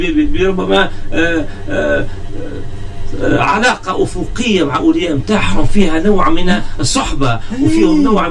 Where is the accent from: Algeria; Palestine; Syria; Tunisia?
Tunisia; عندنا في تونس